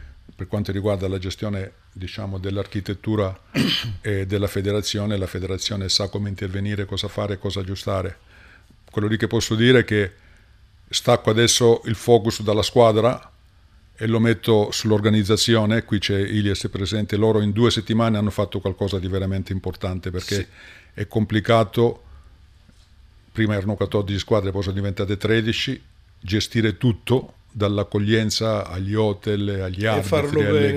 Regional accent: Apulia, Italy; perché io sono salentino della Puglia e vedo che ci sono tante connotazioni che ci legano

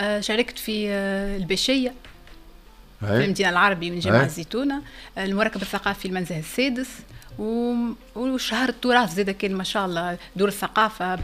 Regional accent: Siliana, Tunisia; now in Bardo, Tunisia; وليد سليانة.

